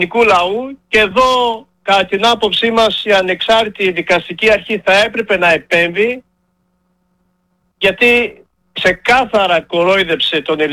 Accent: Macedonia, Greece; εμείς οι αγρότες ακρίτες Μακεδόνες

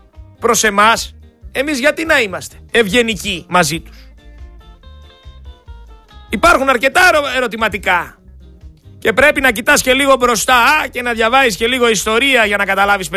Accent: Greece; εμείς σαν Έλληνες

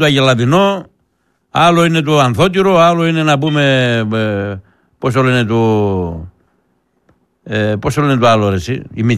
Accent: Greece

